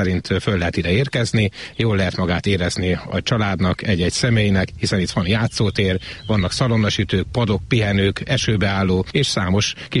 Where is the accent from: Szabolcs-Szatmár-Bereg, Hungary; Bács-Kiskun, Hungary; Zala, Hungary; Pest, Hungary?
Zala, Hungary; Gyenesdiás; Igen, én a település szülötte vagyok. Alapvetően itt gyerekeskedtem, itt nőttem föl. Nem is messze lakunk innen a kilátótól, a nagymezőtől. Ha lehet azt mondani, felgyenesi vagyok, született felgyenesi